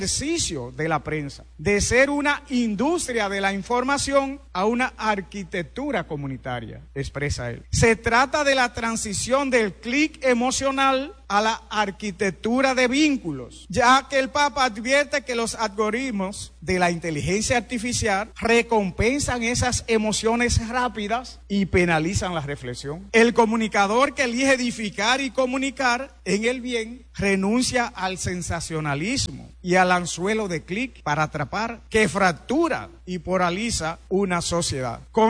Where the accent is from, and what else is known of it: Dominican Republic